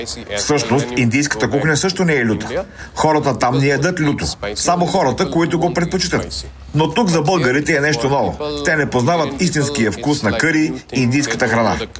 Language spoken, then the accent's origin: Bulgarian; northern India, India; Bulgarian is a second language; now in Bulgaria; Харесвам ми тук, защото съм от Хималаите, Северна Индия, и климатът тук е почти като този у дома.